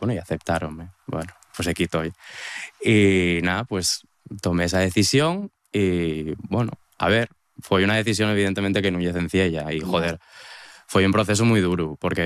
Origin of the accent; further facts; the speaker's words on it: Asturias, Spain; now in Netherlands; Y nada, y soy pues como tantos asturianos que estamos perdidos pel mundio y haciendo lo que podemos.